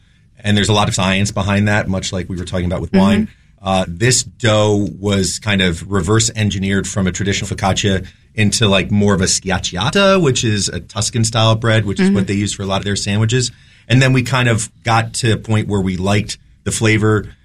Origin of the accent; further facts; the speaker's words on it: New Jersey, United States; born there; moved away; also born or lived in New York / Boston; I grew up in New Jersey and New York.